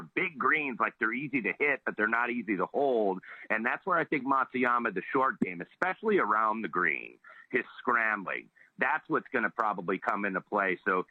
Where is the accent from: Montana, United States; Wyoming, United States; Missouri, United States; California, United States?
Missouri, United States; I'm from Missouri, so you got to show me here.